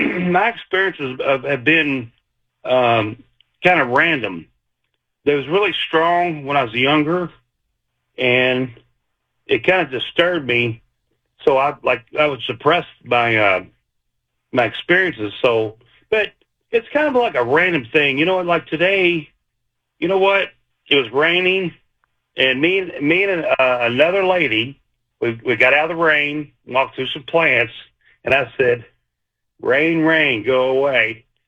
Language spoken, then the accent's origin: English; Louisville, Kentucky, United States; Yes, sir. I'm from Louisville, Kentucky, and you know what?